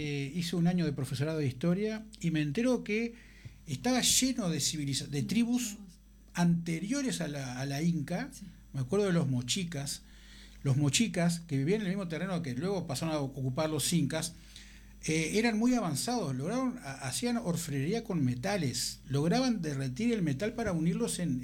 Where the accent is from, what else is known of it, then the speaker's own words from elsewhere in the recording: Uruguay; Acá somos charrúa